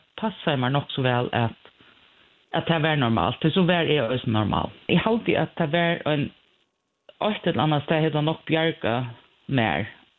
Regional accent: Klaksvík, Faroe Islands; Swedish is a second language; och jag kommer från Klagsvik. Jag är 48

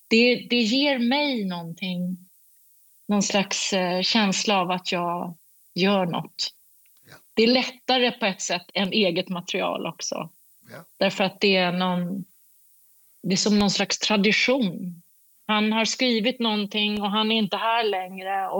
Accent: Sweden; han är från Kanada och jag är från Sverige

